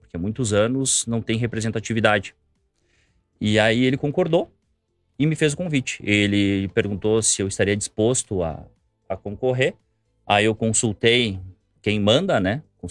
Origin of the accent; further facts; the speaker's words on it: Nova Prata, Rio Grande do Sul, Brazil; Então, eu sou nascido e criado aqui em Nova Prata. A minha mãe nasceu aqui em Protásio Alves, na cidade vizinha. Nós temos raízes aqui.